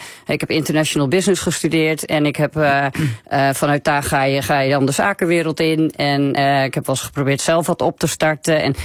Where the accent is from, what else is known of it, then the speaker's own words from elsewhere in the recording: Netherlands; Omdat ik als Nederlander vrij direct ben.